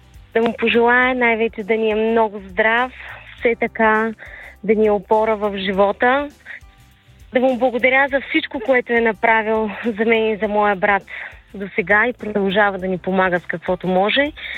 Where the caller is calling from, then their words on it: Varna, Varna Province, Bulgaria; съм от Варна.